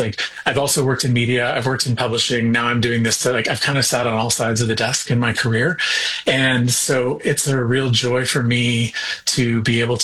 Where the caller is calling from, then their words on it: Cape Breton, Nova Scotia, Canada; I'm calling you from Cape Breton today.